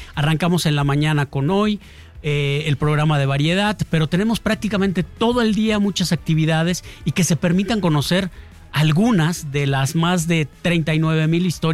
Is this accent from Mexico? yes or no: yes; Mexico; Entonces, venga, vamos a hacerlo como mexicanos.